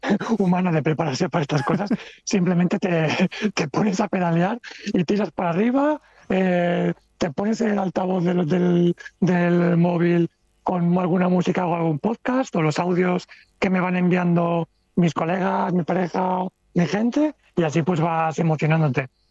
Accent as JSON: {"language": "Spanish", "town": "Valencia", "region": "Valencian Community", "country": "Spain", "said": "yo soy de Valencia"}